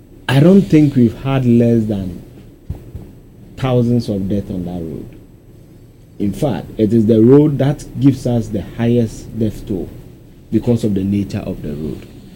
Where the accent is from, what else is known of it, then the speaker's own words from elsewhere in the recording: Eastern Region, Ghana; moved away as an adult; now in Kumasi, Ghana; I come from the Eastern region. I've been using this road actively in the last 12 years since I moved to Kumasi in 2014 for school and state.